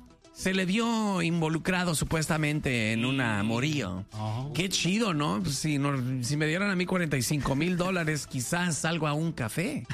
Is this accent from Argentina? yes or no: no; Mexico; now in United States; Yo soy de México, yo no soy de Estados Unidos.